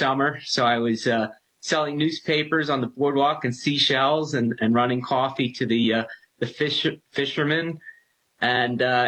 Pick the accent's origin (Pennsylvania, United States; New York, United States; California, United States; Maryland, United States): Pennsylvania, United States; I'm born and raised in the western suburbs of Philadelphia